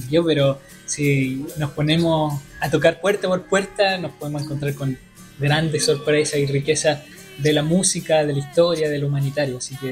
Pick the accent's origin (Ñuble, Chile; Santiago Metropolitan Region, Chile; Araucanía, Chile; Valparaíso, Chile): Ñuble, Chile; Quiriquina